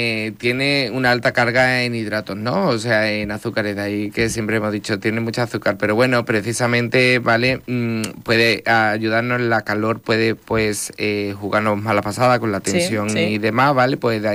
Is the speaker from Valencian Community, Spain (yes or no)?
no; Andalusia, Spain; nuestro líquido es el agua y además somos andaluces, nuestra dieta es maravillosa.